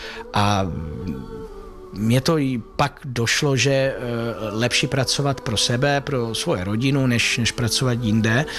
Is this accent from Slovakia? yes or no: no; Pisa, Tuscany, Italy; Czech is a second language; moved away as an adult; now in Czech Republic; No, tak já jsem strávil moje dětství v Toskánsku, v Itálii.